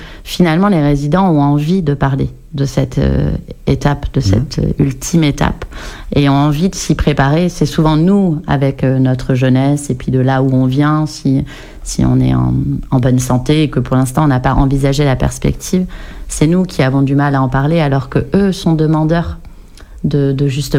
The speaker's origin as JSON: {"language": "French", "region": "Nouvelle-Aquitaine", "country": "France", "said": "parce que moi je viens du Pays Basque en fait"}